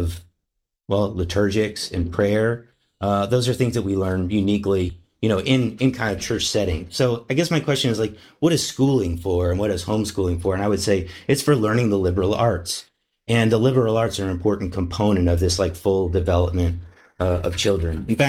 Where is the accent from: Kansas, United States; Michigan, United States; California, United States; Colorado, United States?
Kansas, United States; when I was a kid, and you know, I grew up in Kansas, and we had a lot of storms coming through